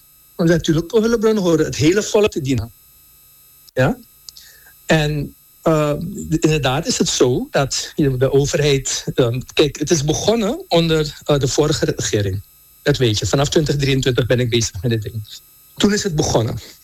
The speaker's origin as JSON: {"language": "Dutch", "country": "Suriname", "said": "Want dat is de overweging die wij moeten maken als Surinamers, toch?"}